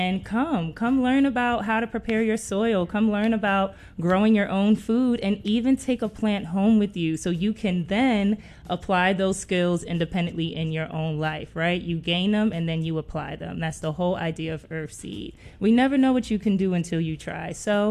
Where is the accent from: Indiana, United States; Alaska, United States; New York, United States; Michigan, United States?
New York, United States; New York City; now in Memphis, United States; So y'all, I'm from New York. I'm from Queens. You know, that's the most diverse city in the world.